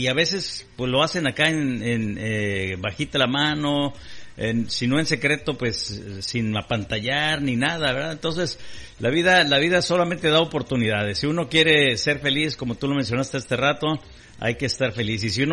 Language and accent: Spanish; Guadalajara, Jalisco, Mexico; moved away as an adult; now in United States; allá de donde yo soy, Guadalajara